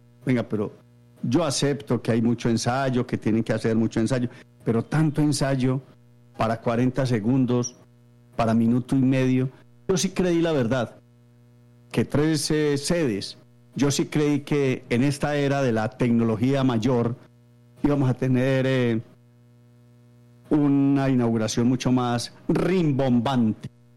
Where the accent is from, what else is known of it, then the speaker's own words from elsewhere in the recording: Colombia; nosotros como colombianos, pues nos emocionamos